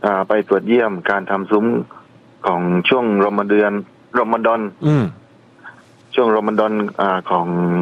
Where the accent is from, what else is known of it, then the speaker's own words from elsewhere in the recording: Thung Song, Nakhon Si Thammarat, Thailand; ภูมิลำเนาเดิมผมเป็นคนทุ่งสงครับ